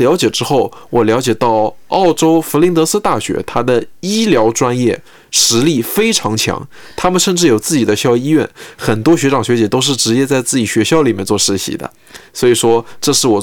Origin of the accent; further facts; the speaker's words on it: Shanghai, China; moved away as an adult; now in Adelaide, Australia; 我是上海的，我是上海人